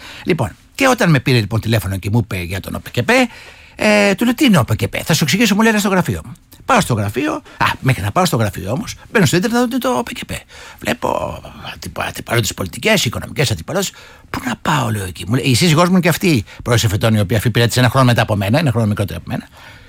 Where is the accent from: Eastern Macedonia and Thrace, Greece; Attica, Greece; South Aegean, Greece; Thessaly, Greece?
Thessaly, Greece; Από τη Θεσσαλία, που είμαι εγώ, από την Ήπειρο, από την Κρήτη